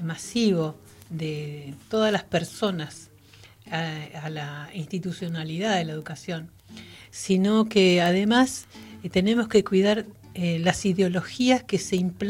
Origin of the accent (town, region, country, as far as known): Argentina